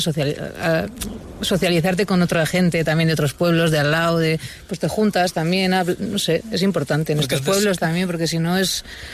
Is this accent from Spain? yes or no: yes; Pamplona, Navarre, Spain; now in Villanueva, Spain; No, yo soy de... Bueno, yo soy de Pamplona, pero vivo en Villanueva.